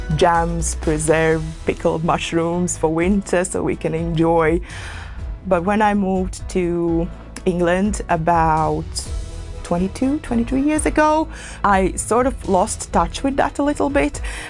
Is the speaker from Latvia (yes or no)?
yes; Latvia; English is a second language; So originally, I am from Latvia, and as Latvians, I think it's in our blood to the core.